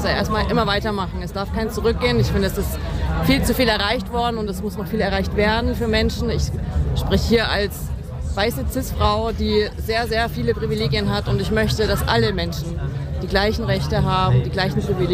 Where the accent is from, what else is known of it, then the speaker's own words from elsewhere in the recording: Munich, Bavaria, Germany; moved away as an adult; now in Dresden, Germany; ich bin eben in Dresden, bin heute hierher gekommen. Bin ursprünglich aus München, bin vor 7 Jahren nach Dresden gezogen